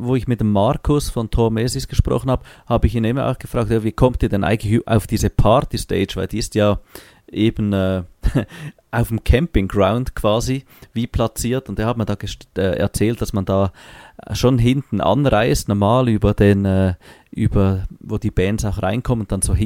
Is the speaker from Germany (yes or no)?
no; Switzerland; gerade für uns als Schweizer